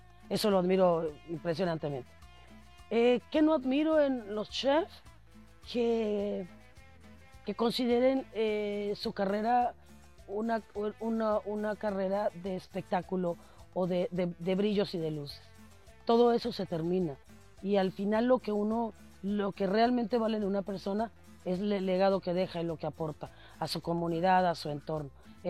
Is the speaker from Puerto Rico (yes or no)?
no; Mexico; todo reconocimiento te permite darte cuenta como mexicano que...